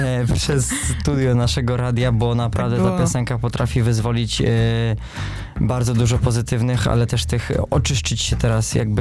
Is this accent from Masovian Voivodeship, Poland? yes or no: yes; Radom, Masovian Voivodeship, Poland; ja z Radomia